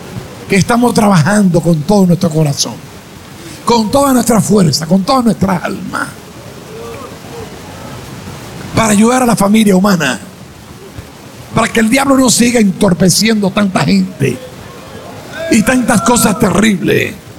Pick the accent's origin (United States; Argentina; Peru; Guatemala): Peru; Si somos peruanos.